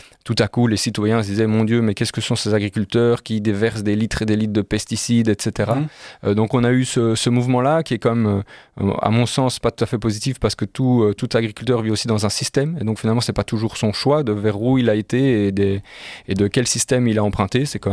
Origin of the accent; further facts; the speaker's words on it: Brussels, Brussels-Capital Region, Belgium; moi je suis issu de Bruxelles